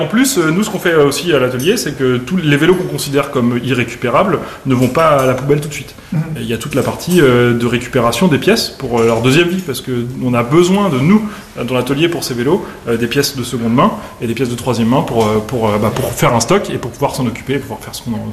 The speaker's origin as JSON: {"language": "French", "region": "Bourgogne-Franche-Comté", "country": "France", "said": "Moi, je viens de Bourgogne et là, j'ai encore ramené de Bourgogne deux vélos Peugeot en super état qui allaient passer à la déchetterie."}